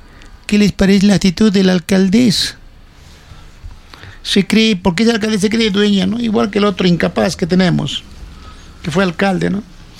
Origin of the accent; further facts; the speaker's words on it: Arequipa, Peru; yo no soy de Puno, yo soy de Arequipa, mis padres somos moquebanos.